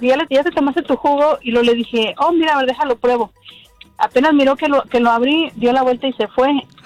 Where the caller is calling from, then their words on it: Aguascalientes, Mexico; yo soy de Aguascalientes.